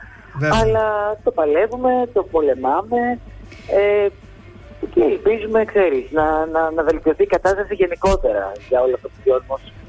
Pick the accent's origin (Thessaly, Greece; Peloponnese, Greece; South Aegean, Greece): South Aegean, Greece; Santorini; θα μιλήσω λίγο για τον τόπο μου.